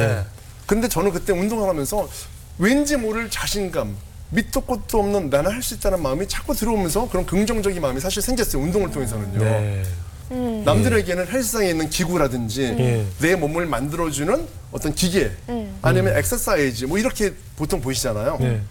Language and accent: Korean; Seoul, South Korea; 제가 자란 곳이 태어난 곳이 청량리예요.